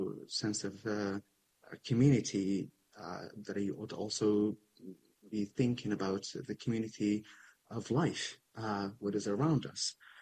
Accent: Tindouf Province, Algeria; growing up in a refugee camp and still living in it

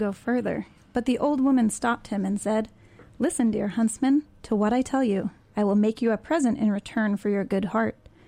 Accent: Hudson, New York, United States; I'm from Hudson

